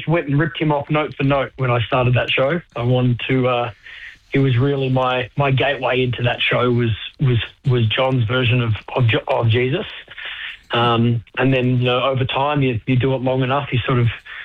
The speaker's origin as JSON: {"language": "English", "country": "Australia", "said": "I think that he's important to us as a human, as an Australian."}